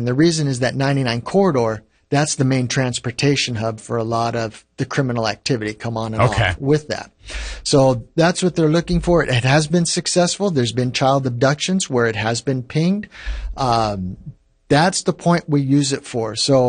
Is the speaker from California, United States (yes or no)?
yes; Tulare, California, United States; I grew up in Tulare. In the city limits itself since 1888.